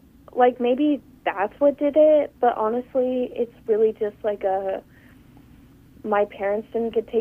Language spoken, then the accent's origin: English; Fayetteville, Arkansas, United States; And I'm not from California. I'm from our very own Fayetteville, Arkansas.